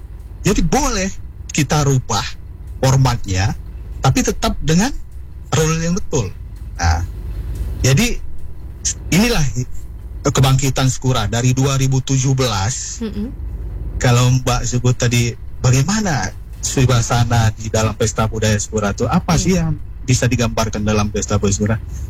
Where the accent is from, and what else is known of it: Canggu, Lampung, Indonesia